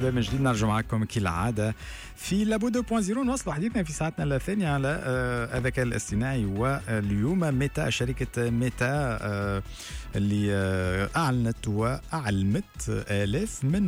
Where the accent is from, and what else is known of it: Tunisia